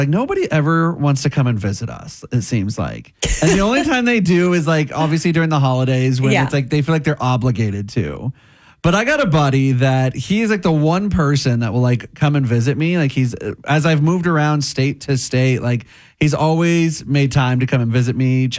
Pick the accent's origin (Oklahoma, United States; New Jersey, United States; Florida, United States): Oklahoma, United States; Surprisingly, I'm born and raised in Oklahoma. That's where he still lives. He's never been to Colorado.